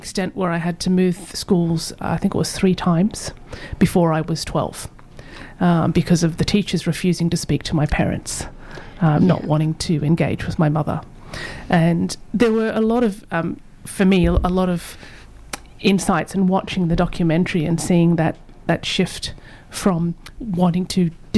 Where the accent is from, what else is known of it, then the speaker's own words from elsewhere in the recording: Australia; I'm half Chinese. And I was born in Australia. And I grew up in an era in the 70s when there was still a lot of racism very present. And I was the only non-Caucasian child in my school.